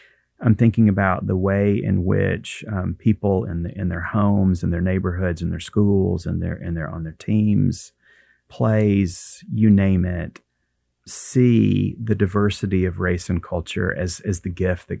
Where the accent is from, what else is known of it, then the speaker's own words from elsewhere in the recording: Guntersville, Alabama, United States; United Methodist, a little bitty United Methodist church in Guntersville, Alabama, my hometown.